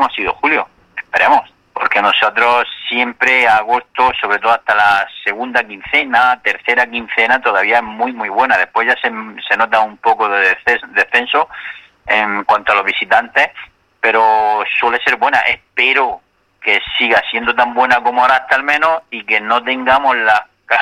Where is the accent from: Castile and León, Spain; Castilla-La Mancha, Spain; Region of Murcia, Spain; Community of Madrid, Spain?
Region of Murcia, Spain; Águilas; born there; Llevo muchísimos años aquí en la hostelería. Yo nací aquí en Águila